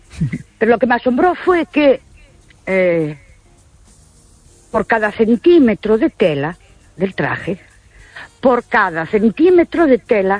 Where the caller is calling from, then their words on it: Ourense, Galicia, Spain; Buenas noches … de Ourense.